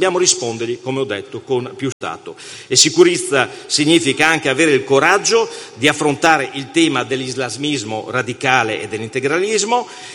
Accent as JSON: {"language": "Italian", "town": "Pordenone", "region": "Friuli-Venezia Giulia", "country": "Italy", "said": "Io vengo da Pordenone, uno di quei capoluoghi che oggi è sprovvisto di questa iniziativa."}